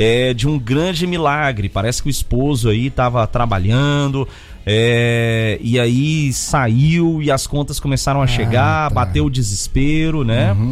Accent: Minas Gerais, Brazil; eu sou mineiro, hein?

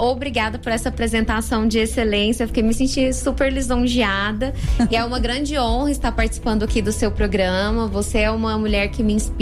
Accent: Goiânia, Goiás, Brazil; also born or lived in Presidente Epitácio, Brazil / Santa Rita do Pardo, Brazil; Então, eu sou registrada como paulista, mas eu resido aqui em Goiânia desde os meus 4 anos de idade. Então, eu me considero goiana.

